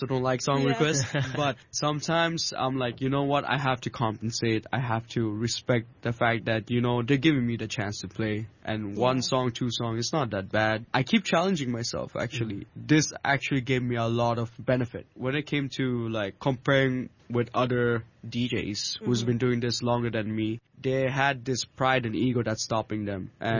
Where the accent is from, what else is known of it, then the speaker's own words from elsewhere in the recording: Hong Kong; I'm so proud of being a Hong Konger